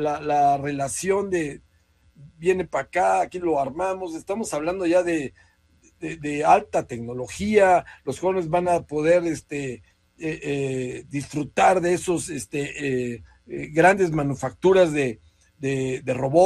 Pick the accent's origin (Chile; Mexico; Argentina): Mexico